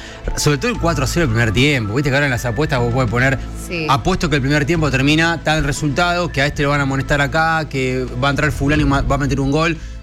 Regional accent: Buenos Aires, Argentina; Pablo y yo somos de Caballito

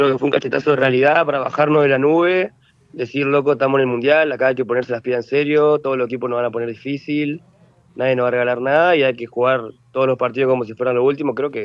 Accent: Argentina

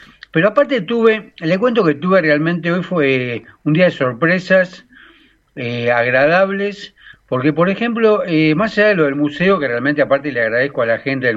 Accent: Argentina; Entonces les comento que soy argentina.

